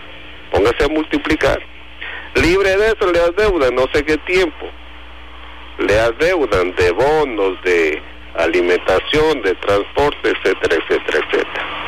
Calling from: La Maná, Cotopaxi, Ecuador; Como lamanense, como cotopaxense y como ecuatoriano

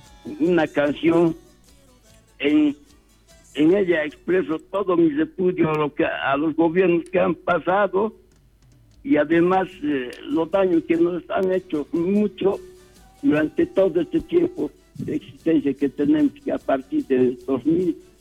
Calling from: Bolivia; como bolivianos que somos

